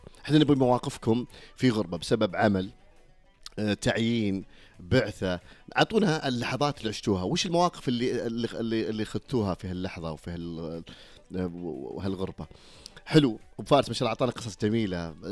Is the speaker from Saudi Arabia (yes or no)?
yes; Saudi Arabia; حنا كسعوديين